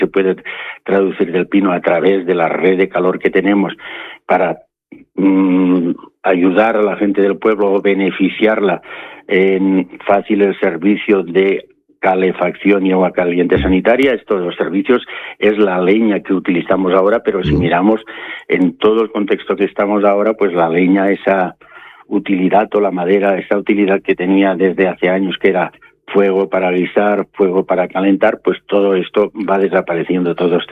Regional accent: Portell de Morella, Valencian Community, Spain; Portell somos una pequeña localidad, como bien decís, que tiene mucho patrimonio. Está situada en pleno corazón de la comarca del Sport, en el norte de la provincia de Castellón. Sí que somos Castellón de la Plana

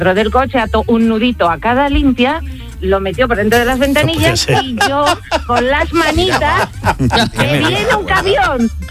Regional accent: Seville, Andalusia, Spain; como que yo soy sevillana

